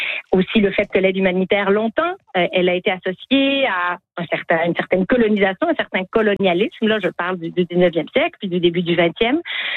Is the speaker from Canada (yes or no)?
yes; Canada; chez nous au Canada